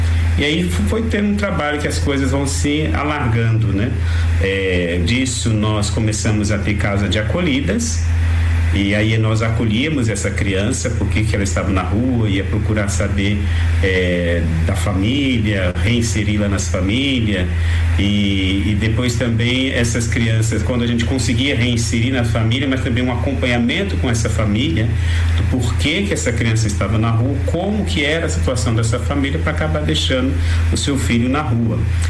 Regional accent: São Paulo, Brazil; Ele disse que eu sou de São Paulo, e tem hora que eu falo o sinal, o semáforo, né?

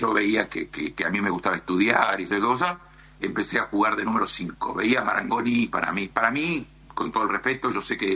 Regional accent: San Martín, Buenos Aires Province, Argentina; Yo soy acá de San Martín, de Billingur, y yo jugué en Chacarita

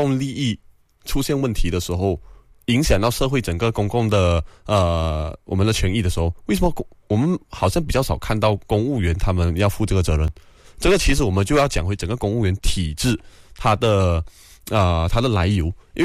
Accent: Malaysia; 作为马来西亚人

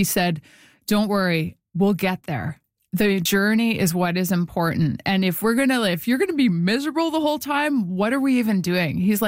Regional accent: Winnipeg, Manitoba, Canada; born or raised there

